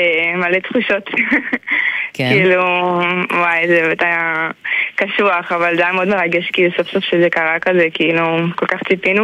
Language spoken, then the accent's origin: Hebrew; Beersheba, Southern District, Israel; אנחנו שתינו מבאר שבע